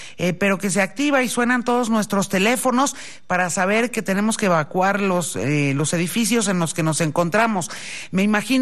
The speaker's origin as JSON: {"language": "Spanish", "country": "Mexico", "said": "si hay un pueblo que sabe de qué estamos hablando cuando se enfrenta a una tragedia de esta magnitud, somos justamente los mexicanos."}